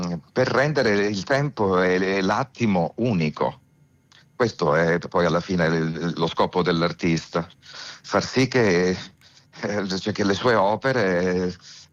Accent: Crotone, Calabria, Italy; moved away as an adult; also born or lived in Florence; now in Rome, Italy; Io sono partito da Crotone, come dicevi tu, dalla Calabria, per dedicarmi completamente alla musica. E, prima mi sono trasferito a Firenze dove ho fatto l'università e nello stesso tempo suonavo in tutti i locali. Poi quando sono arrivato a Roma

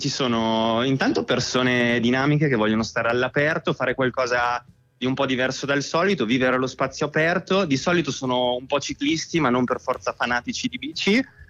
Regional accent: Emilia-Romagna, Italy; io sono emiliano

